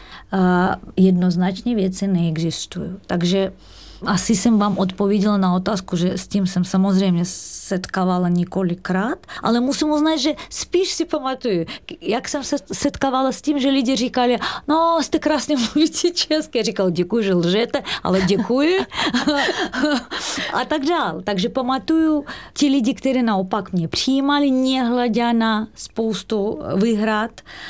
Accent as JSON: {"language": "Czech", "country": "Russia", "accent": "Russian", "second_language": "Czech", "moved": "yes", "lives_now": "Czech Republic", "said": "když někdo slyší můj ruský přízvuk"}